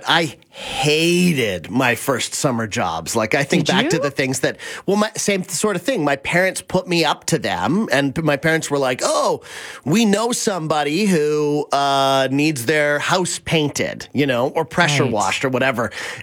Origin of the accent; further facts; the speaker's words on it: Abbotsford, British Columbia, Canada; Like, I grew up in Abbotsford, right? And all my friends did that all summer.